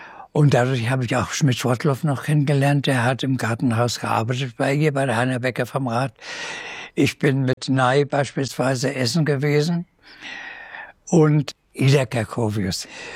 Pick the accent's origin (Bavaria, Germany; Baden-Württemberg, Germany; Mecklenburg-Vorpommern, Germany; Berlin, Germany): Mecklenburg-Vorpommern, Germany; Schwerin; now in Wiesbaden, Germany; Ich habe eine Stiftung gegründet, dass die Hälfte meiner Bilder nach Schwerin in meine Heimatstadt gehen und die andere Hälfte bleibt in Wiesbaden.